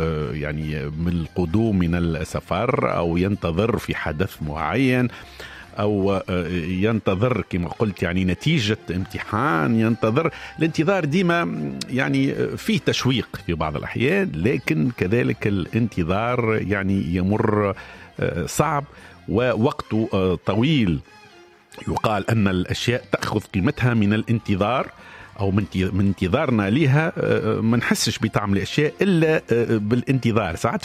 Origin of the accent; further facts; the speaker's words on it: Tunisia; accent: Tunisian; لكن احنا نقوله نستنى بلهجتنا التونسية. استأنأ راهو عربية، لكن احنا تعودنا انه في لهجتنا التونسية نقول استنى